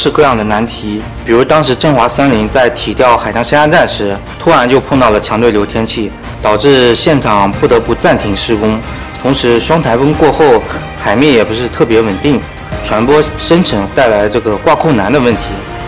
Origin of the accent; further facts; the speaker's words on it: Shanxi, China; 我是山西人，我家乡都是那种连绵不绝的群山，在青州的项目是我第一次跟海打交道。在我们山西人眼里，大海就像是倒过来的山。